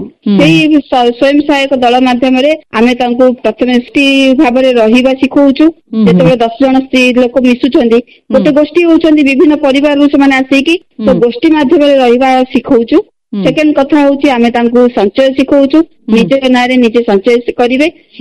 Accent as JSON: {"language": "Odia", "town": "Jeypore", "region": "Odisha", "country": "India", "tie": "born or raised there", "said": "ମୋର ଘର ଜୟପୁର, ମାତ୍ର ମୁଁ କାମ ଚାକିରି କରିଛି କୋଟପାର ଏନ୍ଏସି ରେ।"}